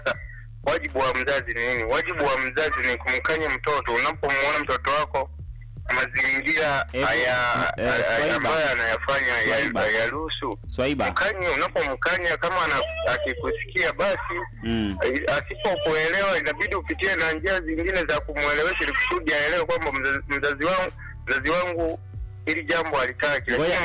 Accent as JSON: {"language": "Swahili", "country": "Tanzania", "said": "sisi ni Watanzania"}